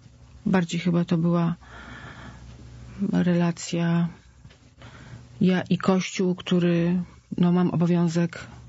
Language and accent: Polish; Płock, Masovian Voivodeship, Poland; born there